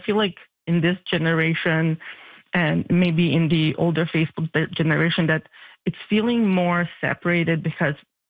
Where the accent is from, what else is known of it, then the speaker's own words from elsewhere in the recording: Bosnia & Herzegovina; now in Vancouver, California, United States; I came to Canada as a refugee from the Bosnian War